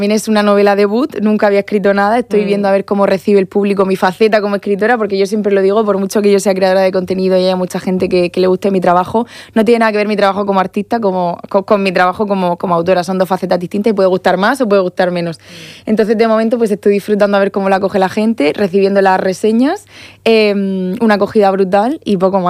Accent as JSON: {"language": "Spanish", "region": "Region of Murcia", "country": "Spain", "said": "como yo soy aquí de Murcia"}